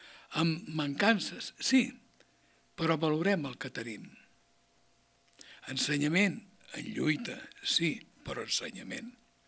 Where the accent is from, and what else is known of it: Catalonia, Spain